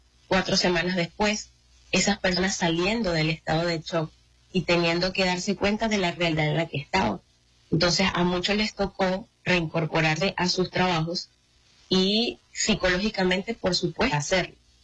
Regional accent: Barquisimeto, Lara, Venezuela; mi trabajo como médico, soy de Barquisimeto, mi trabajo como médico no fue estando directamente en los centros de salud de La Guaira.

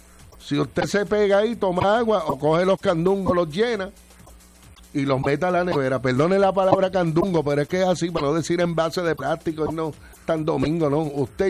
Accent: Añasco, Puerto Rico; La de Añasco también, la de mi pueblo.

